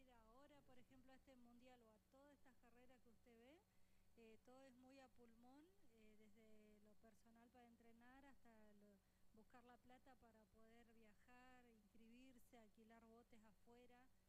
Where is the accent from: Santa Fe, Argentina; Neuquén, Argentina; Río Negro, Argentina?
Neuquén, Argentina; Soy la única neuquina que ha ganado esta prestigiosa regata